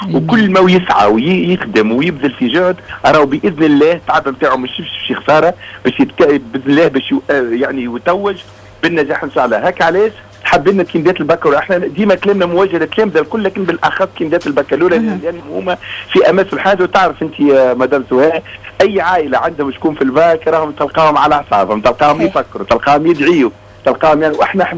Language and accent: Arabic; Tunisia; احنا مجتمع تونسي